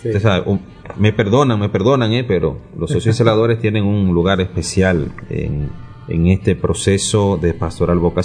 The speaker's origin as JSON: {"language": "Spanish", "town": "Salcedo", "region": "Hermanas Mirabal", "country": "Dominican Republic", "tie": "born or raised there", "said": "uno por allá, por la tierra, mi tierra de Salcedo, mi gente de Salcedo"}